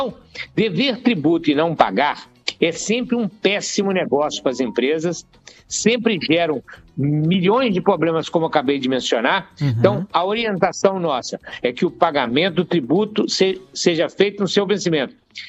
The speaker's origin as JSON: {"language": "Portuguese", "country": "Brazil", "said": "Nós estamos morando no Brasil, somos brasileiros"}